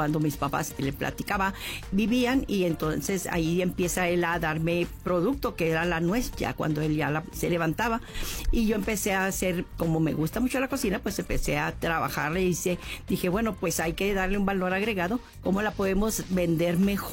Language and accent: Spanish; Rosales, Chihuahua, Mexico; yo soy de Rosales, Chihuahua, ahí tenemos unas nogaleras